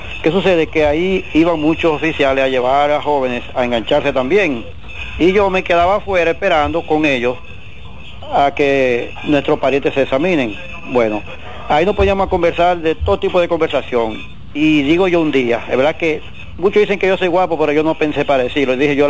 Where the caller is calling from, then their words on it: Santo Domingo Norte, Santo Domingo, Dominican Republic; desde Santo Domingo Norte también.